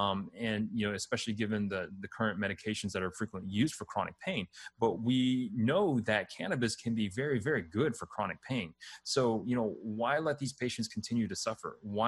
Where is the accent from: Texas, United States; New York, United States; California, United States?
Texas, United States; I was born and raised in Texas.